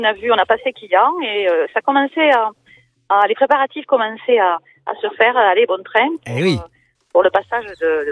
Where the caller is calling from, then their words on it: Carcassonne, Occitanie, France; Alors moi je suis de Carcassonne.